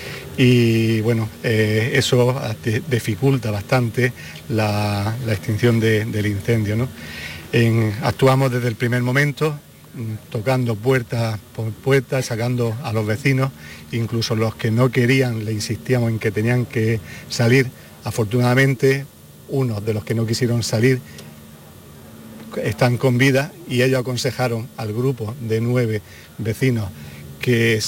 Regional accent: Bédar, Andalusia, Spain

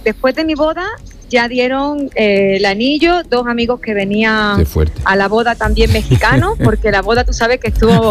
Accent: Spain; Y que aquí en México nos quieren mucho a los españoles.

